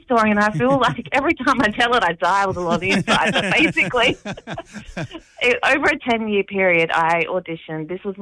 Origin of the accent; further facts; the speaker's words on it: Port Pirie, South Australia, Australia; moved away as an adult; So I grew up in Port Pirie, so I lived there my whole life until I was about 23, until I met the love of my life and had to move away. So, yeah, I definitely grew up everything Port Pirie.